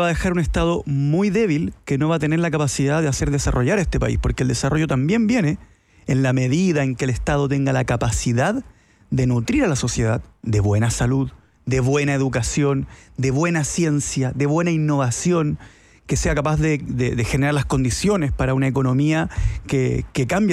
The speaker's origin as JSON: {"language": "Spanish", "country": "Chile", "said": "No, me refiero a que como chileno, el argentino es tu hermano."}